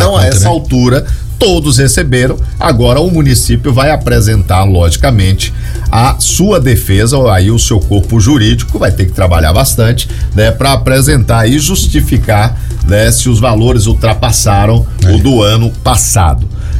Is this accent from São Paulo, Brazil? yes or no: no; Feira de Santana, Bahia, Brazil; moved away; Nós estivemos lá na minha terra natal, em Feira de Santana